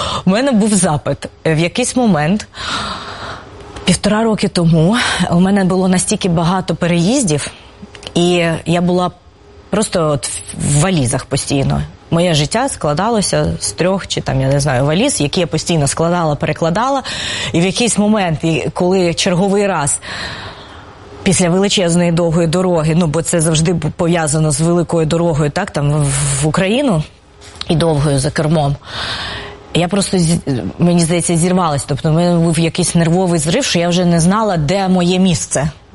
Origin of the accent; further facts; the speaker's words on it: Cherkasy, Cherkasy Oblast, Ukraine; Так, це моє рідне місто.